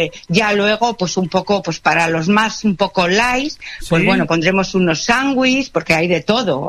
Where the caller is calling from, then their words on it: Spain; Somos españoles.